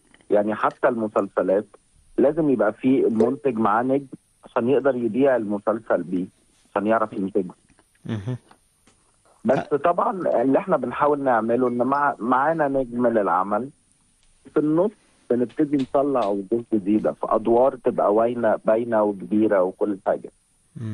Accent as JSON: {"language": "Arabic", "country": "Egypt", "said": "عندنا في مصر"}